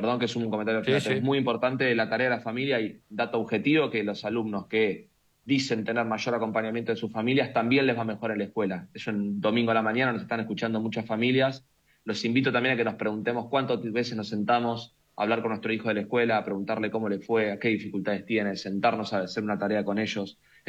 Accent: Argentina

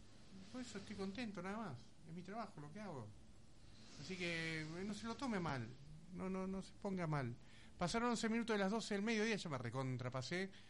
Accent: Argentina; nosotros somos argentinos

